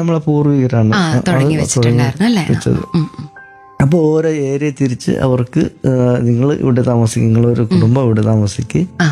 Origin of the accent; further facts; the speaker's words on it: Thirunelli, Kerala, India; അതായത് വയനാട് ജില്ലയിലെ മാനന്തവാടി താലൂക്കിൽ തിരുനെല്ലി ഗ്രാമപഞ്ചായത്തിലാണ് ഈ ഉന്നതി സ്ഥിതി ചെയ്യുന്നത്. ആ ഉന്നതി തന്നെയാണ് ഞാൻ ജനിച്ച് വളർന്നതും ജീവിച്ചു പോകുന്നതും.